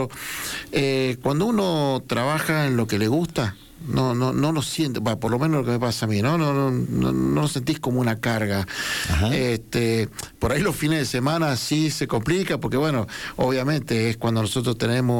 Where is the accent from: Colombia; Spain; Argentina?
Argentina; Rawson, San Juan; Sí, sanjuanino, sí. Nacido en Rawson.